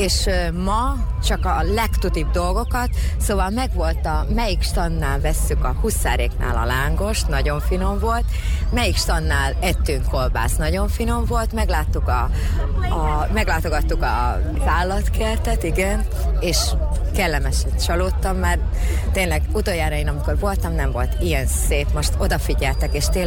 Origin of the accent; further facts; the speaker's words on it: Subotica, Vojvodina, Serbia; Így, szabadkaiak vagyunk, jó napot kívánok!